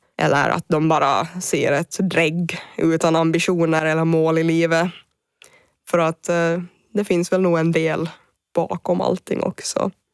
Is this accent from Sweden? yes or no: no; Ostrobothnia, Finland; now in Åland, Finland; jag är från Österbotten.